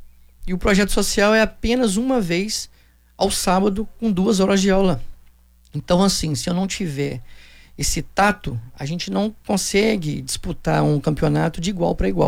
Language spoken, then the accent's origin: Portuguese; Juiz de Fora, Minas Gerais, Brazil; moved away as an adult; Eu e minha família somos naturais de Juiz de Fora. Estamos aqui desde 2009, né? Assim que eu formei e vim para cá.